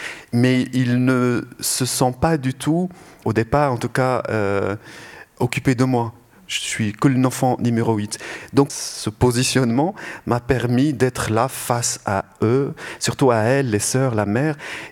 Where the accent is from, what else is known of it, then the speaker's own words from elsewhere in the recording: Salé, Rabat-Salé-Kénitra, Morocco; À l'hôpital d'Avicenne à Rabat.